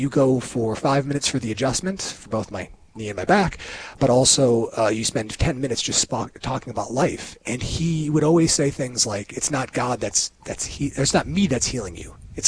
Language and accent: English; Oconomowoc, Wisconsin, United States; moved away as an adult; now in Bismarck, United States; And so I grew up in Oconomowoc, Wisconsin.